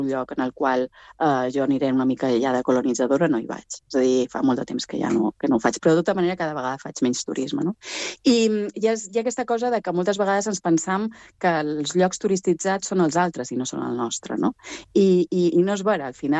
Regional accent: Mallorca, Balearic Islands, Spain; jo venc de Mallorca

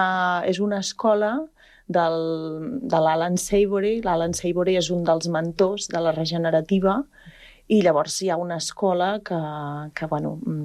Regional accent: La Granada, Catalonia, Spain; born there; visc a 5 cases de la cooperativa del meu poble, que és la Granada

